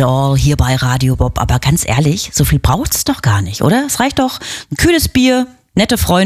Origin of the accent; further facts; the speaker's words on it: Hesse, Germany; Ich bin ja gebürtige Hessin